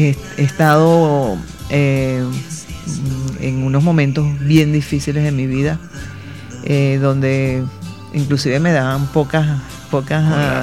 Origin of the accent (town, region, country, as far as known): Venezuela